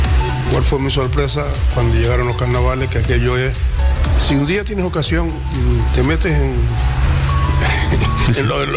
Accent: Santa Cruz de Tenerife, Canary Islands, Spain; Yo nací en el Toscal, en la calle. No es el Toscal tal, pero para mí sí es. La calle Suárez Guerra, al lado de la Academia Baico.

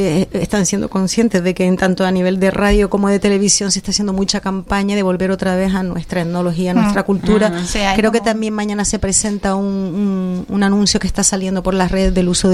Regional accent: Canary Islands, Spain; fomentando nuestra canariedad y nuestra lengua

